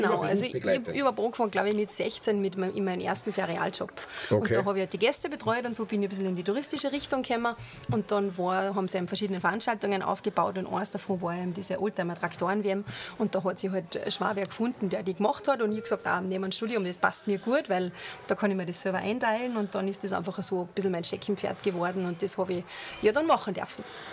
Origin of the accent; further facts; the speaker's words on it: Fusch, Salzburg, Austria; Ich bin dann 5 Jahre in der Modeschule gewesen in Hallein draußen, habe dann maturiert.